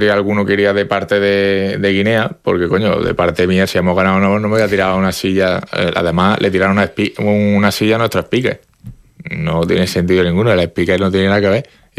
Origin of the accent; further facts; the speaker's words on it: Navarre, Spain; yo soy navarro